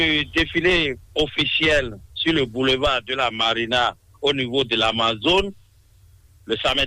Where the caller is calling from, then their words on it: Cotonou, Littoral, Benin; depuis Cotonou, Misebo, 5e arrondissement.